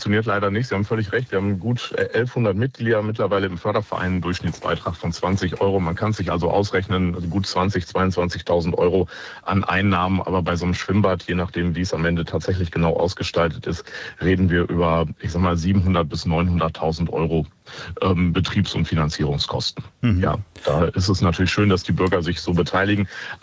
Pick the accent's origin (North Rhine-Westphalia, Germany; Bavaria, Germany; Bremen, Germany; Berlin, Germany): North Rhine-Westphalia, Germany; Langenberg; ich bin in Langenberg aufgewachsen. Ich bin da geboren, groß geworden und habe selber in dem Schwimmbad schwimmen gelernt.